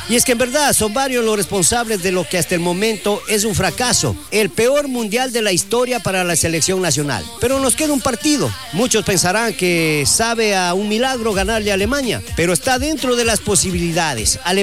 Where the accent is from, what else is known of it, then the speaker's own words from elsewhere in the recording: Ecuador; Es difícil como ecuatoriano en este momento hablar de nuestra selección